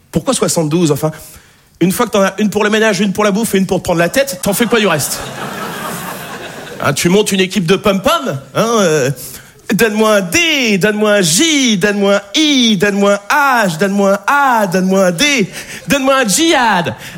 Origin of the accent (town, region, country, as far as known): Nouvelle-Aquitaine, France